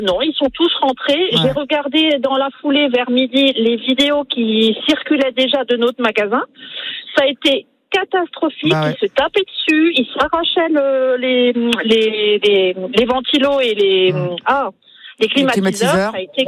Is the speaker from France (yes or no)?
yes; Wittenheim, Grand Est, France; Alors, on est de Wittenheim, mais on est sur la route pour partir en vacances une semaine.